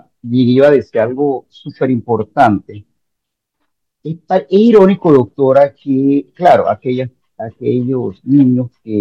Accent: Panama; vamos a hablar como buen panameño

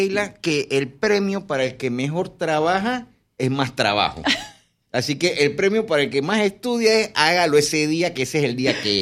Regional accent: La Chorrera, Panamá Oeste, Panama; now in Panama City, Panama; Por fin me di una vuelta por mi pueblo. Mi pueblo es La Chorrera.

